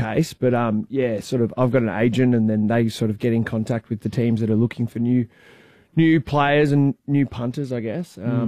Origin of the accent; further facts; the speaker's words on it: Australia; Even when I'm over there as an Aussie